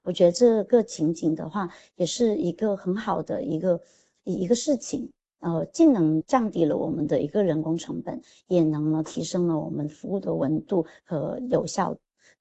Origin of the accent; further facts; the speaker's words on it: Hong Kong; now in Huizhou, China; 高铁一个小时的生活圈，我觉得是非常适合我们港人双向通勤和发展的